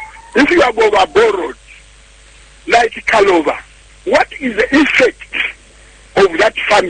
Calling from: Lusaka, Lusaka Province, Zambia; I'm calling you from Kanyama.

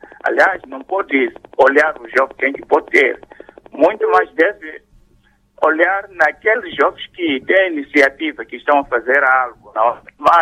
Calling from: Vilankulo, Inhambane, Mozambique; Sim, falo de Vilanculo mesmo, Alto Macassa.

